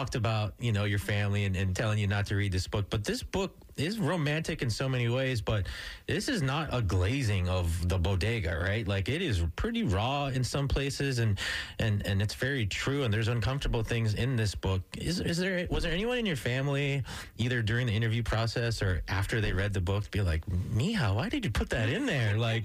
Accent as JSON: {"language": "English", "region": "Hawaii", "country": "United States", "tie": "born there", "said": "My parents are from the Philippines, so I was born in Hawaii. Same, I have the same birth certificate factory as Barack Obama."}